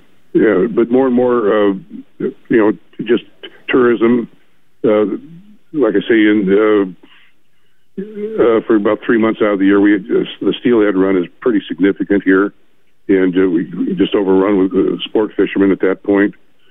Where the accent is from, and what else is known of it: Port Orford, Oregon, United States; born or raised there; now in Powers, United States